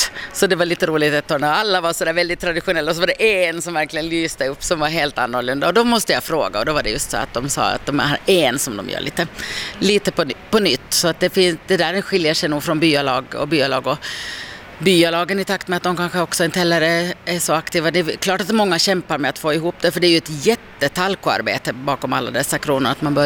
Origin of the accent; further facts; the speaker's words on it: Åland, Finland; de är kanske mer mot den finska stilen och ändå lite så här säregna som vi ålänningar kanske är.